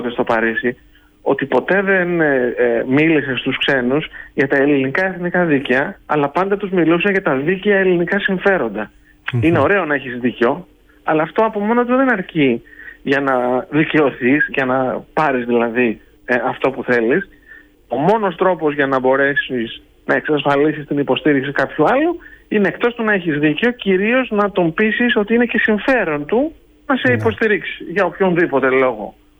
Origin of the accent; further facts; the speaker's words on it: Greece; Ως Έλληνες